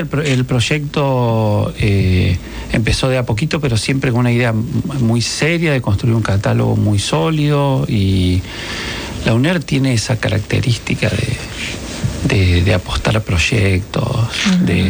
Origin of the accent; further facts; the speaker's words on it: Viedma, Río Negro, Argentina; now in Santa Fe, Argentina; Así que soy de Viedma, de Río Negro. El documento dice otra cosa, porque arranqué en Santa Fe, pero me crié en Viedma. Y después me vine a vivir acá, soy estudiante de esta universidad